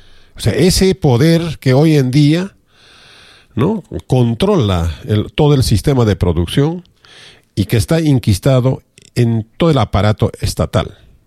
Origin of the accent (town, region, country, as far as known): Peru; now in Arequipa, Peru